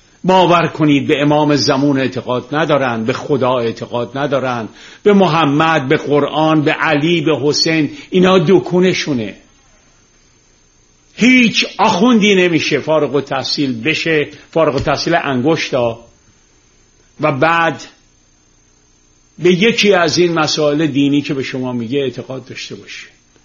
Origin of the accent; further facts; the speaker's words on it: Tehran, Tehran Province, Iran; born there; چون ما تو گل و شل بزرگ شدیم، من روزی که خیابون کوچه های تهران رو تیر میذاشتم که سیم برق بکشن یادمه.